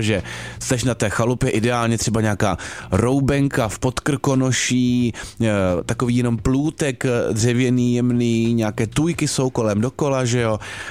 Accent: Moravian-Silesian Region, Czechia; u nás v Beskydech kvašáky, což je taková věc jako z Polska, že jo, kyšonce, tak vynikající záležitost, teď přesně začnou, v srpnu je babička bude dělat.

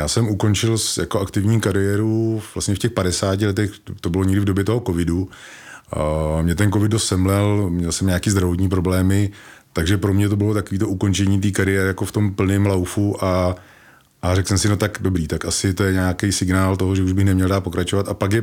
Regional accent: Strakonice, South Bohemian Region, Czechia; Já pocházím ze Strakonic

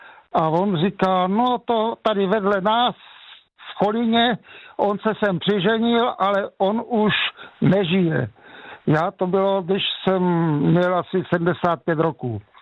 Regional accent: Náklo, Olomouc Region, Czechia; now in Šternberk, Czech Republic; kdy jsem se odstěhoval z Nákla, jako z té vesnice do Štemberka, než jsme postavili dům

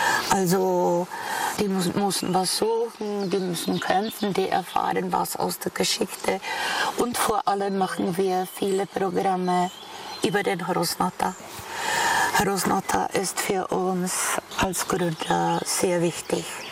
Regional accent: Aš, Karlovy Vary Region, Czechia; So bin ich in Asch geboren.

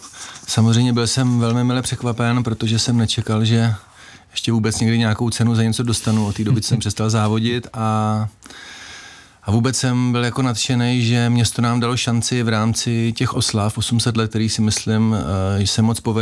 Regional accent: Hradec Králové, Hradec Králové Region, Czechia; also born or lived in Hořice; narodil jsem se v Hořicích, ale vlastně od dětství jsme žili v Hradci Králové

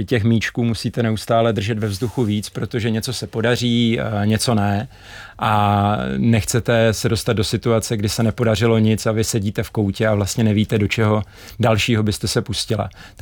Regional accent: Uherské Hradiště, Zlín Region, Czechia; now in Plasy, Czechia; A Uherské Hradiště, to je moje rodné město.

